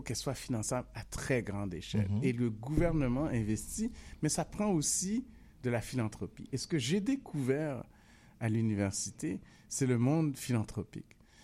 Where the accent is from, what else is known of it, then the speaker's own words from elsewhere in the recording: Haiti; born there; Parce qu'imaginez, moi, je suis né en Haïti.